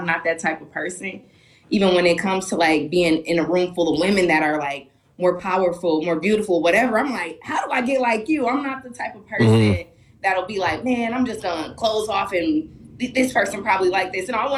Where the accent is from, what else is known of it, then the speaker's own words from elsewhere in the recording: Milwaukee, Wisconsin, United States; Milwaukee's home. All of my family and friends are still there. I'm back and forth. So, yeah, man. I'm from Milwaukee through and through.